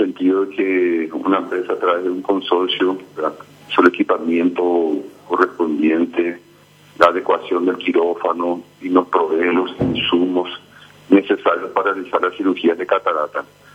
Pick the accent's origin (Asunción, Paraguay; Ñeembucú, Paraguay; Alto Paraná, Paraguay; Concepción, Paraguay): Concepción, Paraguay; Somos todos aquí de Concepción, prácticamente